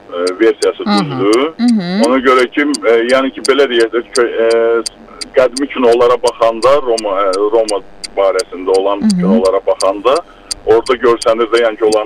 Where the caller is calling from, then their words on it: Baku, Azerbaijan; mən özüm də Bakılıyam.